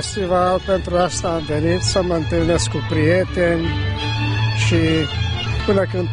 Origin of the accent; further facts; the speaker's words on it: Battonya, Békés, Hungary; now in Budapest, Hungary; Eu stau chiar în Budapesta, dar sunt din Bătania, așa că am legătura cu județul.